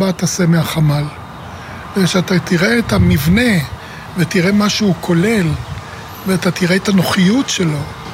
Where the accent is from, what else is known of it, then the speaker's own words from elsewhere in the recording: Haifa, Haifa District, Israel; אנחנו גדלנו פה, ואני יליד העיר חיפה